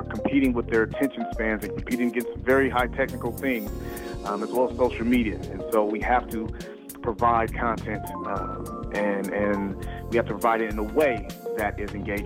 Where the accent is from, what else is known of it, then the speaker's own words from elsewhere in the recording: Los Angeles, California, United States; now in Fresno, United States; I'm from Los Angeles, California. Reside in Fresno, California.